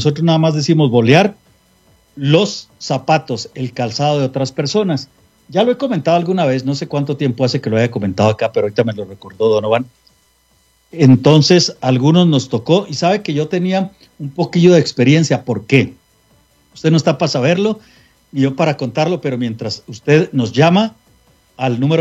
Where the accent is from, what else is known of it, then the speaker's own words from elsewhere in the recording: Mexico; moved away; allá en nuestros pueblos, en nuestras ciudades, en nuestro rancho, en nuestro lindo México